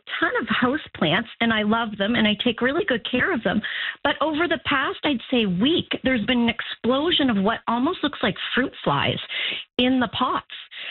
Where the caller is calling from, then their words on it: Moncton, New Brunswick, Canada; I'm calling from Moncton.